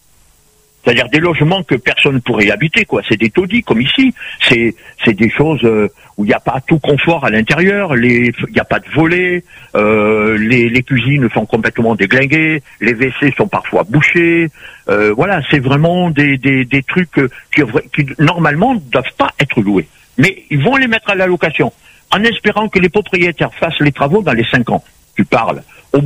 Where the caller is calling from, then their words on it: Antony, Île-de-France, France; J'habite à Antony.